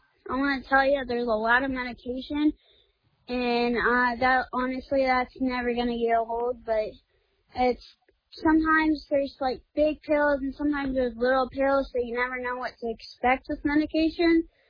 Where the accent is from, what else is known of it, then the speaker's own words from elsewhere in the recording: Cairo, Nebraska, United States; I'm from Cairo, Nebraska, a little small town west of Grand Island, Nebraska.